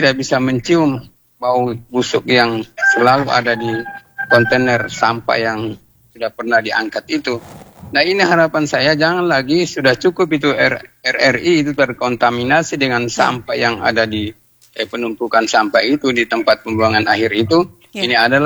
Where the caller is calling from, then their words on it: Tolitoli, Central Sulawesi, Indonesia; kita ini orang Toli-Toli